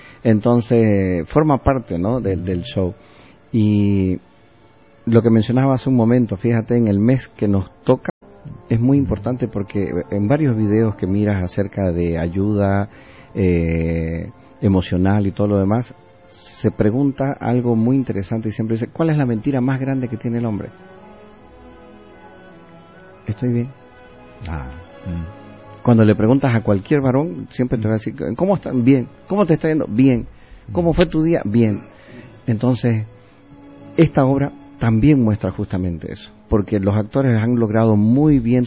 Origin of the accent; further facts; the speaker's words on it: Santa Cruz de la Sierra, Santa Cruz, Bolivia; el lema que nosotros tenemos como cruceño, es ley del cruceño, la hospitalidad.